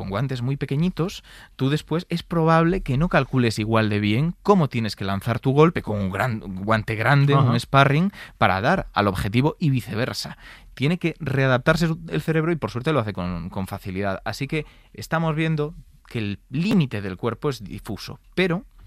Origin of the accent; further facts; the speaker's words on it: Galicia, Spain; Yo es que soy gallego, ¿eh?